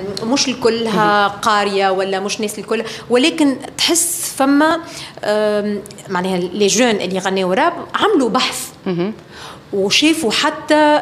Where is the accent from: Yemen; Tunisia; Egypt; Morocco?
Tunisia